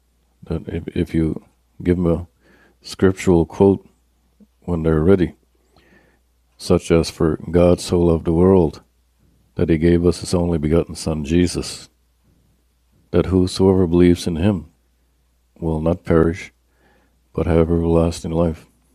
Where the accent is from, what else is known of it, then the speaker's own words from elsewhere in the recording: Eel Ground, New Brunswick, Canada; also born or lived in United States; I'm half Irish and half Mi'kmaq. I was born in this area. Mother gave birth to me at the hospital in Chatham, which is located about 10 minutes from here. I've always lived here mostly in Eel Ground.